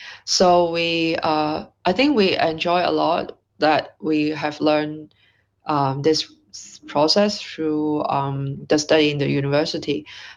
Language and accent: English; Hong Kong; English is a second language; now in London, United Kingdom; I'm from Hong Kong. I am currently in London, for 1 year. But I usually based in Hong Kong.